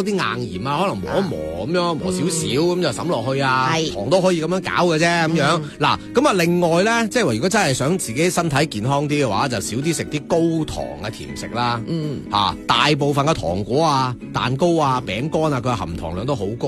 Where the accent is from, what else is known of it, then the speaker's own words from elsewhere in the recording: Guangdong, China; 我哋老廣